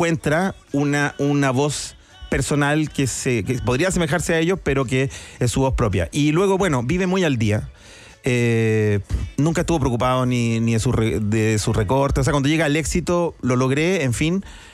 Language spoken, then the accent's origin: Spanish; Santiago, Santiago Metropolitan Region, Chile; Ustedes son de Plaza Italia para arriba, yo soy de Plaza Italia para abajo. Ahí yo me muevo, decían 10 de julio, Matucana, Conchalí, esos son mis lugares